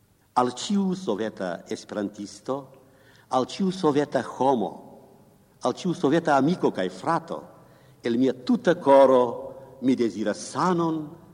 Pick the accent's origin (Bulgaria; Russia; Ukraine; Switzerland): Bulgaria; Sofia, Sofia City; Russian is a second language; Когда я скажу, что я из Софии, я болгарин